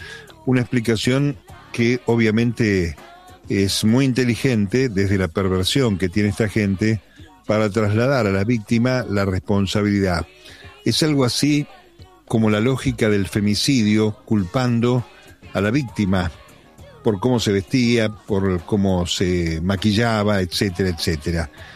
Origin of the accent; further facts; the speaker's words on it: Argentina; Sos argentino